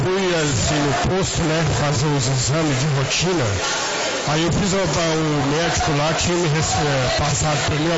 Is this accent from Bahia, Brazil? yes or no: no; Abaeté, Minas Gerais, Brazil; Eu tô morando aqui, eu sou lá de Abaeté, eu vim aqui justamente pra vir aqui no Cabana pra mim receber essa bênção.